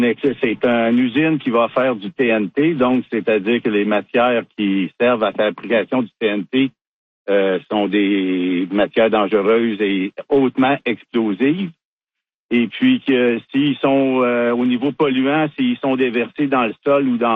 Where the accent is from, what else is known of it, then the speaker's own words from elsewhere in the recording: Quebec, Canada; chez nous au Québec